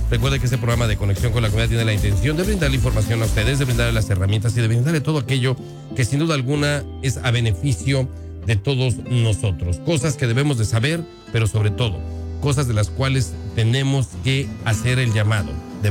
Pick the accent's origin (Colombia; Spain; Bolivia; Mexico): Mexico; now in United States; la población mexicana que estamos radicando acá en los Estados Unidos.